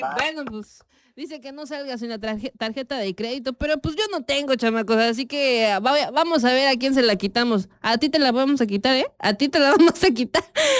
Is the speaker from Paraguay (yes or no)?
no; Mexico; todo el año somos mexicanos